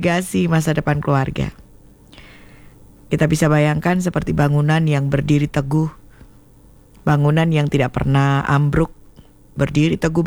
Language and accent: Indonesian; East Java, Indonesia; kita warga Tapal Kuda itu sejak dulu dikenal sebagai masyarakat dengan watak pekerja keras.